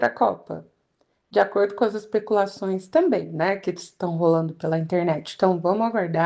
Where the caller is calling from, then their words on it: Caconde, São Paulo, Brazil; Sou de Caconde, aqui no interior de São Paulo.